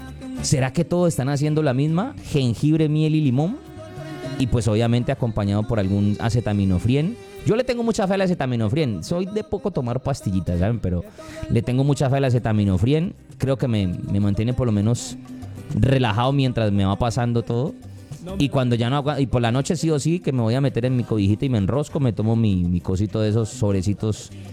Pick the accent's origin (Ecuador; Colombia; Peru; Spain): Colombia; Cali, Valle del Cauca; eso también es parte de cultura de nosotros como caleños